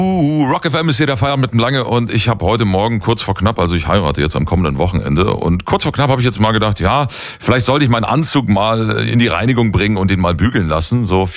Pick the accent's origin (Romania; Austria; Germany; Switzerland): Germany; Ich so, nee, ich bin kein Grieche, ich bin Deutscher.